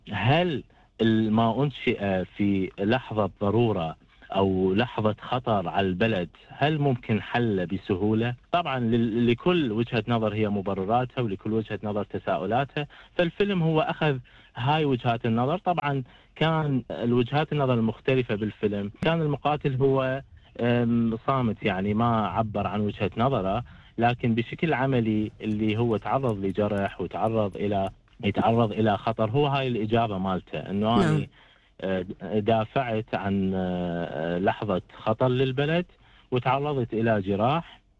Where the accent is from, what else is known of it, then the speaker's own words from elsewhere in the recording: Iraq; طبعا كعراقي حس بهذا الخطر